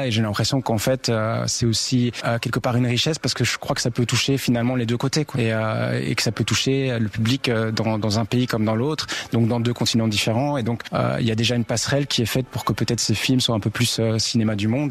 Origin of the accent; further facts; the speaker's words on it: Belgium; born there; Moi, je suis né en Belgique, mon père est né au Rwanda